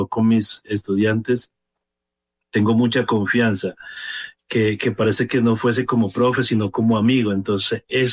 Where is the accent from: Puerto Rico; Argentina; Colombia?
Colombia; San Jacinto, Bolívar; moved away as an adult; now in Bogotá, Colombia; yo soy sanjacintero de la costa